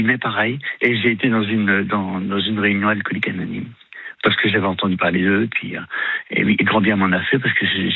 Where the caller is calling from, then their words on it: Nantes, Pays de la Loire, France; je suis sur Nantes